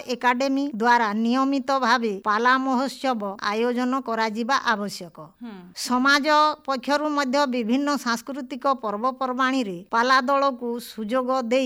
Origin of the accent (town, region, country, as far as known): Odisha, India